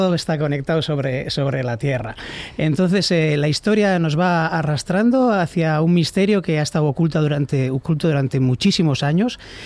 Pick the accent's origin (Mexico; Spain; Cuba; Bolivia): Spain; Bilbao, Basque Country; yo soy de Recalde y entonces yo he estudiado en la Ikastola Urretxindorra y en San Adrián, cuando no existía Miribilla